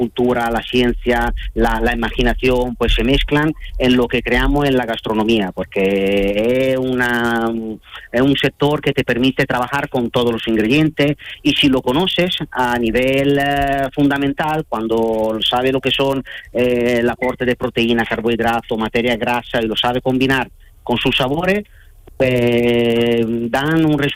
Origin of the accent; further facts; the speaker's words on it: Italy; nosotros como italianos nacemos con el helado